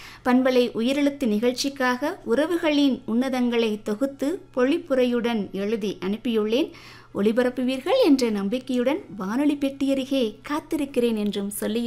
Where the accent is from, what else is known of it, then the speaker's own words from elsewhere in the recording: Cumbum, Tamil Nadu, India; now in Vandanmedu, India; எங்கள் சொந்த ஊர் தேனி மாவட்டம் கம்பம். கேரளா வண்டன்மேட்டில் 4 தலைமுறைகளாக மளிகை மற்றும் ஏலக்காய் வியாபாரம் செய்து வருகின்றோம்.